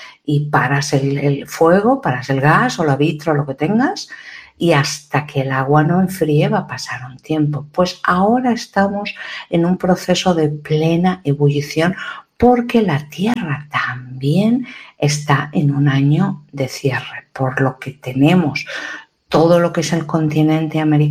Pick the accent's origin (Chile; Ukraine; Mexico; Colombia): Ukraine; Por lo menos en mi país, de Ucrania, pues básicamente no se dice nada